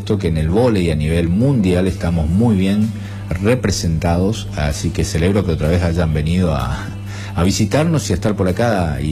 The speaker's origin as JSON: {"language": "Spanish", "country": "Argentina", "said": "nosotros también como argentinos"}